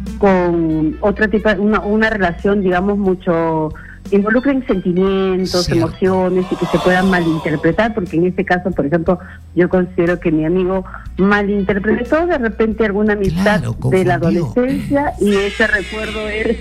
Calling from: Carabayllo, Lima, Peru

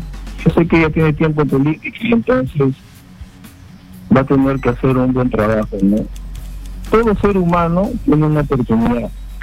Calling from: Lima, Peru; de Santa Clara.

